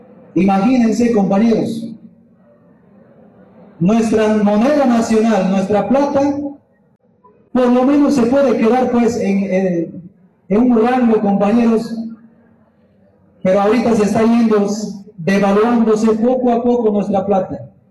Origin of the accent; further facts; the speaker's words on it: Bolivia; como bolivianos y bolivianas